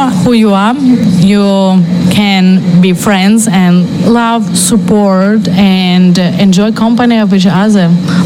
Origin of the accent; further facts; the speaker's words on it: Ukraine; English is a second language; now in Canada; because firstly, I'm from Ukraine and Maria's from here, from Canada.